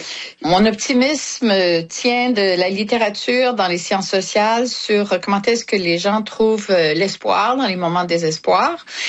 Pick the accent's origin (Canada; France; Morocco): Canada; Quebec; now in United States; Moi, en tant que Québécoise qui vit aux États-Unis